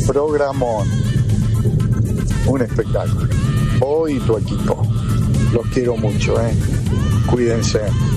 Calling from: Venado Tuerto, Santa Fe, Argentina; de Venado Tuerto, acá escuchándote, viajando, vendiendo harina, ahora ando por la zona de Casilda

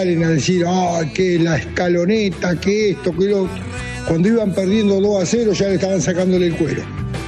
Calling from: Comodoro Py, Buenos Aires Province, Argentina; Hablo de Comodoro Py, Partido Bragado, Provincia de Buenos Aires.

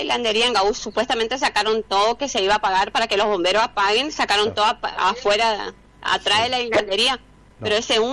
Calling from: Presidencia de la Plaza, Chaco, Argentina; De Presidencia de la Plaza

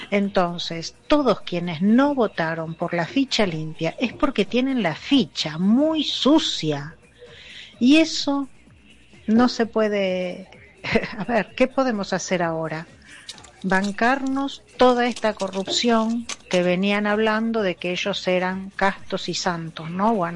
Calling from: Buenos Aires, Argentina; de Capital.

